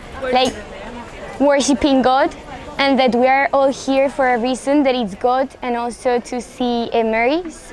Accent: Spain; from Spain and also from Japan.

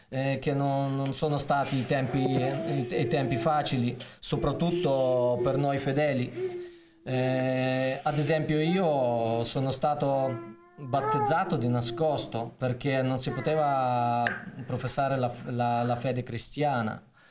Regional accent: Lviv, Lviv Oblast, Ukraine; Italian is a second language; moved away as an adult; now in Loreto, Italy; io vengo da Leopoli

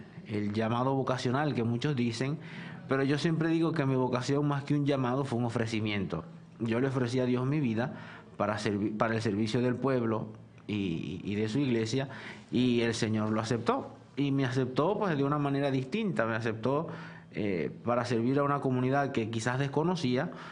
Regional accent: Venezuela; Yo soy venezolano, yo no soy árabe, pero crecí en una comunidad birritual.

